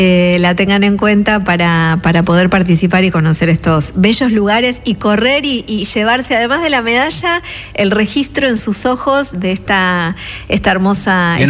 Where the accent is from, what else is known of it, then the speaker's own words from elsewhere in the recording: Argentina; en el caso de nuestro país